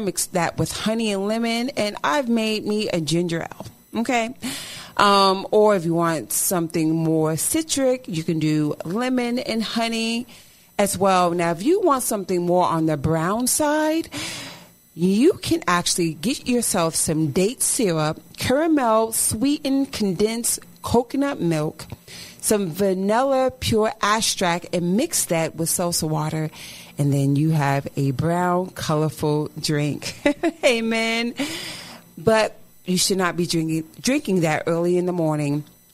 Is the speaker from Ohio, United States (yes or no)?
no; New Jersey, United States; I'm from Jersey, Cora, so we say soda.